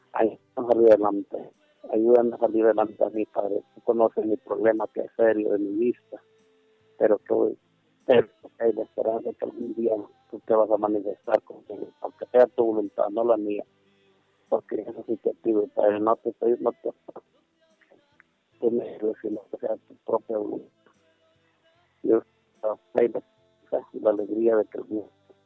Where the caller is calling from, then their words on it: Honduras; De La Paterica